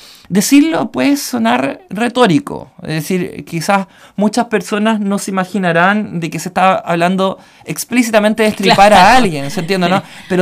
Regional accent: Chile

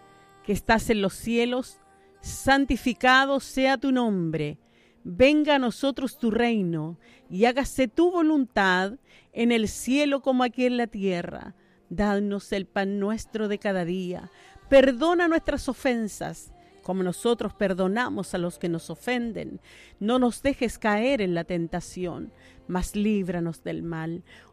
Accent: Chile; somos chilenos

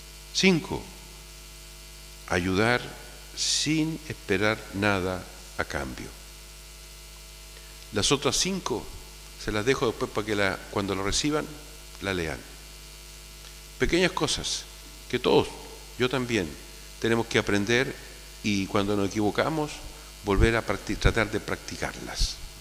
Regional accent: Chile; una vez yo estando en el extranjero, en un país, me dolió mucho cuando me presentaron y me dijeron, y le dijeron a esta persona, él es chileno.

